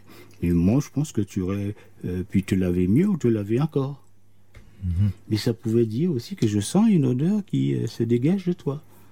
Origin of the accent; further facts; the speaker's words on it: Guadeloupe; quand on était plus jeune, chez nous en Guadeloupe